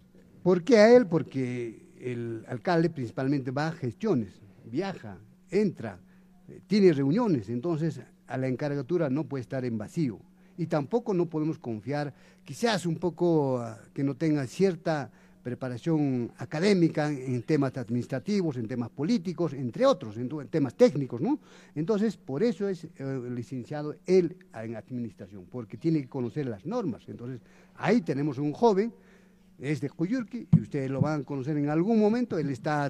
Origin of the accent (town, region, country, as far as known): Tambobamba, Apurímac, Peru; born there; moved away as an adult